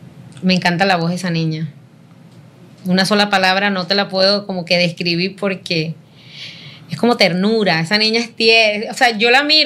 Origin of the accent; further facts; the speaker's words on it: Colombia; trabajar acá en mi país.